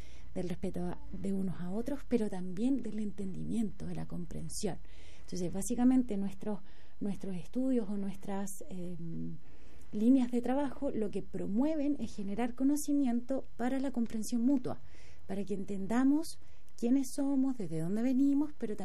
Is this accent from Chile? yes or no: yes; Chile; moved away as an adult; now in Bochum, Germany; y yo también vengo desde Chile, de otro pueblito ex minero del carbón